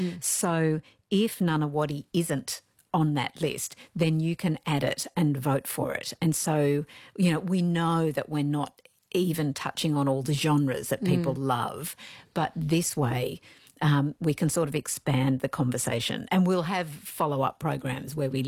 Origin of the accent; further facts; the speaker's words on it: Dapto, New South Wales, Australia; And from Wollongong. I grew up in Dapto, so shout out to all of that.